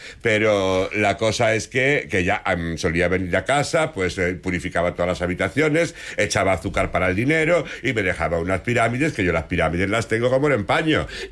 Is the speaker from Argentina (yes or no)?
no; Galicia, Spain; yo soy como buen gallego a ver las ailas